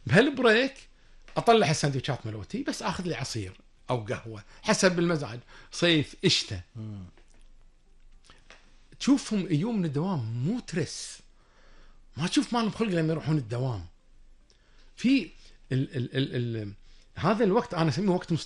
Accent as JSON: {"language": "Arabic", "country": "Kuwait", "said": "عندنا بالكويت"}